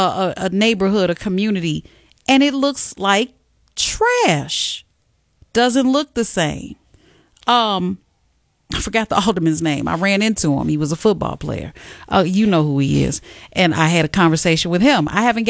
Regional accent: Calumet City, Illinois, United States; also born or lived in Chicago; my old neighborhood where I grew up over in Cal City.

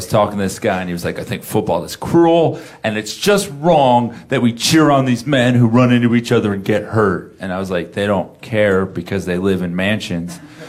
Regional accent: Florida, United States; I'm from Florida. That's where I'm from, and that's what it deserves.

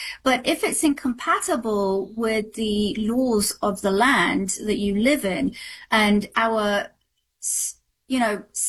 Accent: United Kingdom; now in United States; I said, well, I'm a British citizen, and this is a democracy, and we have freedom of speech.

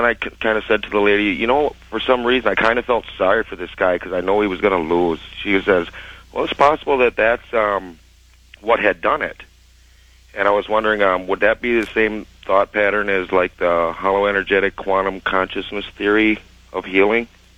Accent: St. Paul, Minnesota, United States; I'm from St. Paul, Minnesota.

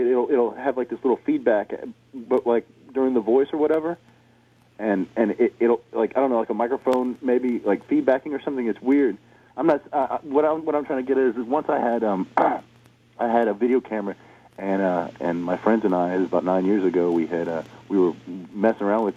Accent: Houston, Texas, United States; I'm from Houston, Texas.

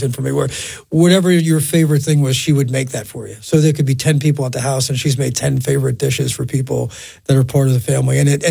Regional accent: New York, United States; And I was very fortunate growing up on Long Island that there were some great restaurateurs that saw that I was a young guy that worked hard

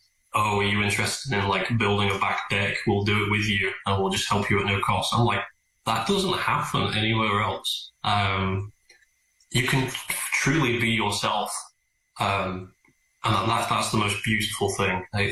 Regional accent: England, United Kingdom; now in United States; becoming a US citizen, because I'm more patriotic to the US and, funnily enough, I'm more patriotic to my home country, is you're not allowed to fly the Union Jack or the England flag

